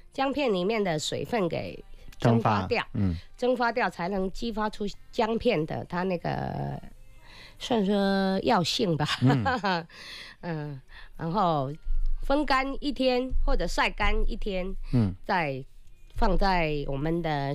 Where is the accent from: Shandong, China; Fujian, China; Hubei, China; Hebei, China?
Fujian, China; 我们闽南人